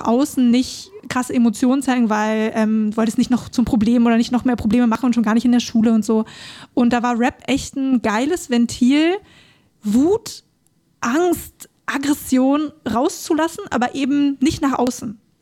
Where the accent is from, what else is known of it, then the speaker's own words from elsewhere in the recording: Neuruppin, Brandenburg, Germany; born there; accent: Berlin dialect; now in Berlin, Germany; für mich als Brandenburgerin natürlich irgendwie um die Ecke